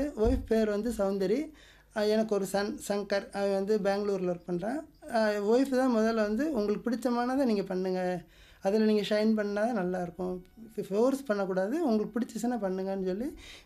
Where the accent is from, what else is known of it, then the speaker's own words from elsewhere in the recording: Poigaikaraipatti, Tamil Nadu, India; நான் வந்து பொய்கைக்கரைப்பட்டி வில்லேஜை சேர்ந்தவன்.